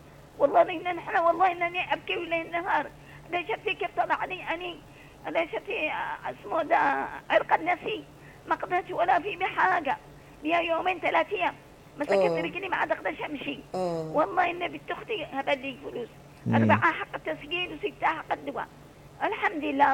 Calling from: Aden, Yemen

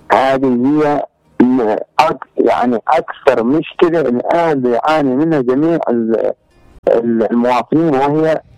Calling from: Hadramaut, Yemen; من حضرموت.

